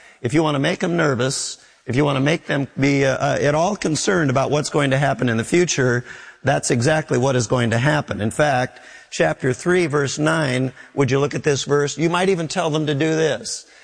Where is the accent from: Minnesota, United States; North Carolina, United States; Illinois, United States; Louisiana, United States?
Minnesota, United States; Minneapolis; from a dear man who I grew up with in Minneapolis.